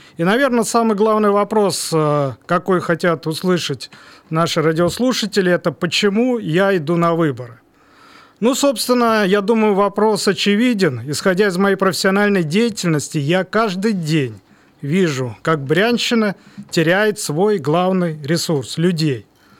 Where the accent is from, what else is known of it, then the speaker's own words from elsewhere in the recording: Bryansk, Bryansk Oblast, Russia; Я коренной брянец, я родился в городе Брянске